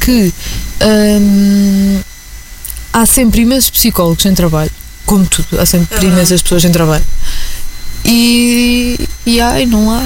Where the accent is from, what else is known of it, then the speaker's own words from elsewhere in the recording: Coimbra, Centro, Portugal; nós aqui que crescemos aqui